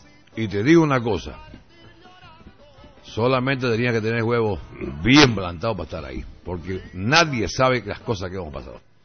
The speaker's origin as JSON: {"language": "Spanish", "region": "Santa Cruz", "country": "Bolivia", "said": "Soy camba de pura cepa."}